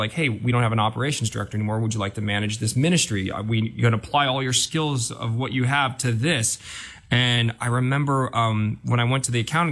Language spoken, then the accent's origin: English; South Korea; I'm adopted from Korea and I didn't tell a lot of people about it